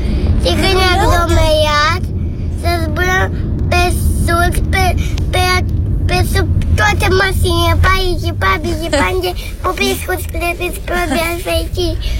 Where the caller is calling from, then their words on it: Iași, Iași County, Romania; din Iași. Am 5 ani